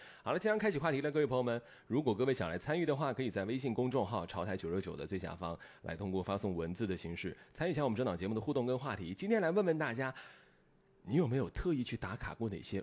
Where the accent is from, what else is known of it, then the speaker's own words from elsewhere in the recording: Jiangxi, China; 他妈妈的老家就在我老家